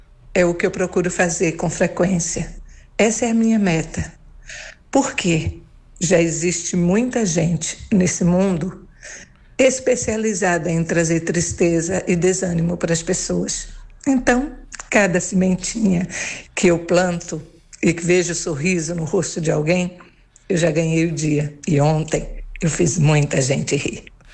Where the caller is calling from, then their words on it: Joaçaba, Santa Catarina, Brazil; sou de Joaçaba.